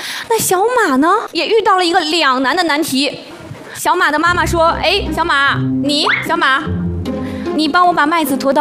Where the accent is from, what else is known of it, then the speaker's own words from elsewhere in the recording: Hong Kong; 大家好，我是来自香港的 … ，今天呢是我第一次在内地给小朋友们上课，我感到非常的开心。